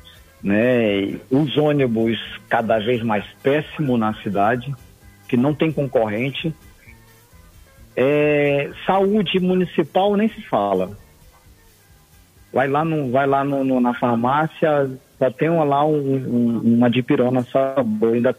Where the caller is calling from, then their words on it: Boa Vista, Roraima, Brazil; Tô falando aqui do Pintolândia.